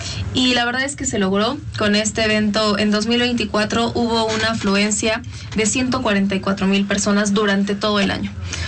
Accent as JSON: {"language": "Spanish", "country": "Mexico", "said": "una de las tradiciones más hermosas que nos representa como mexicanos"}